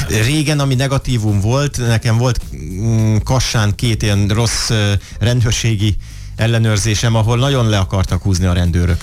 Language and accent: Hungarian; Hungary; most magyar vagyok